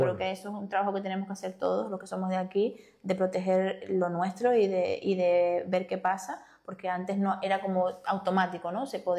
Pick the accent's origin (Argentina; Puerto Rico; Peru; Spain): Spain; Fuerteventura, Canary Islands; Y que igual nosotros como majoreros tendremos que mirar